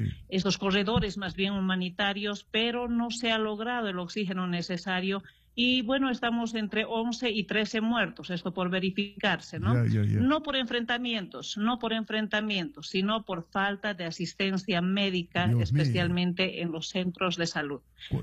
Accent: Bolivia; now in Sucre, Bolivia; nuestro país

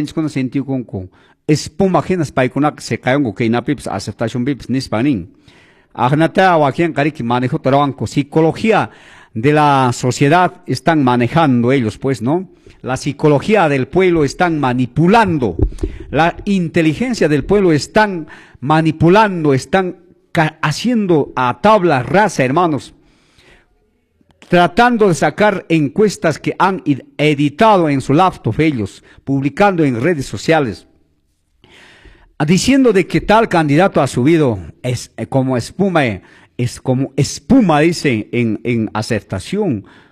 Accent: Chumbivilcas, Cusco, Peru; déjame servir a mi Chumivilcas

